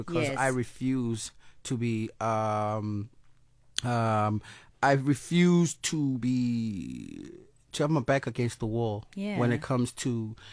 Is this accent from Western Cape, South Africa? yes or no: yes; Cape Town, Western Cape, South Africa; Skomline is basically a nickname for my hometown.